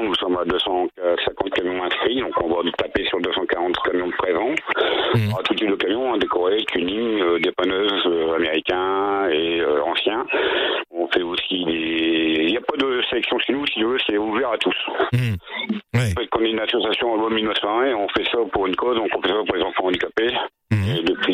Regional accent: Hauts-de-France, France; Les Ch'tis parce qu'on est du Nord, Truckers parce que on est tous des routiers.

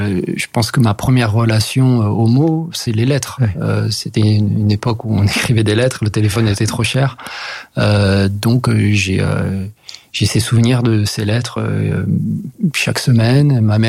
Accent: Bujumbura, Burundi; also born or lived in France; now in Kigali, Rwanda; moi je suis né, j'ai grandi au Burundi, ma mère était une réfugiée rwandaise, toute la famille de ma mère était des réfugiés rwandais qui avaient fui les massacres des années 60.

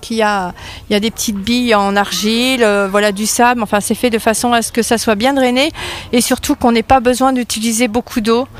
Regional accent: Auvergne-Rhône-Alpes, France; now in Val de Sioule, France; Oui, alors je suis originaire de Vic.

